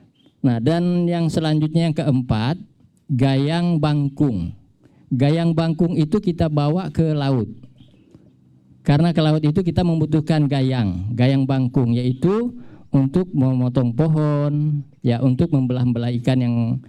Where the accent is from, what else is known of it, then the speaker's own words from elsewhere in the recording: North Kalimantan, Indonesia; Kalau kita orang Tidung, penyucian besi ini pada waktu bulan Safar.